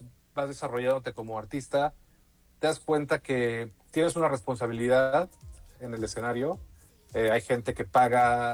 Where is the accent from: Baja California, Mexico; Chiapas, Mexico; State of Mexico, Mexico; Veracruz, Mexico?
Veracruz, Mexico; Los latidos de infancia, vivir cerca del mar, porque soy de Veracruz